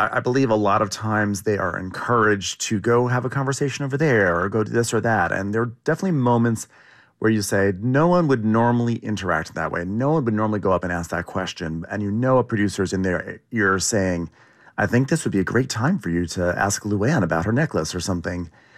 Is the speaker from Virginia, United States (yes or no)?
no; New York City, New York, United States; I'm a New Yorker